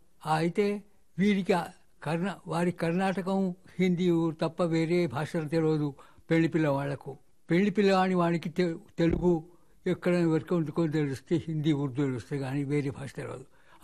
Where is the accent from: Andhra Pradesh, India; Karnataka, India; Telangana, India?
Telangana, India; Madikonda; first language Marathi, Urdu and Telugu; also born or lived in Warangal; నా బాల్యం వరంగల్ పట్టణంలో పడి మొదలైంది కొద్ది ఆలస్యంగా, కానీ దగ్గర ఉన్నటువంటి మడికొండలో పడి నాకు పరిసరాల అవగాహన కలిగినప్పటి నుంచి మడికొండలో ఉన్నాను